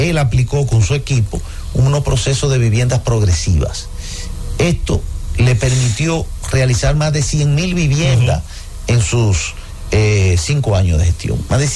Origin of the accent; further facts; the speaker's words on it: Moca, Espaillat, Dominican Republic; Yo a mucho orgullo digo que yo soy de Moca, y camino mucho el país